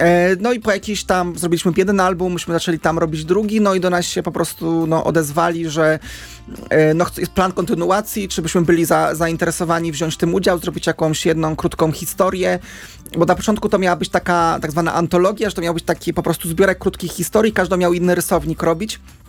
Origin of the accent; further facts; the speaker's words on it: Warsaw, Masovian Voivodeship, Poland; jestem z Warszawy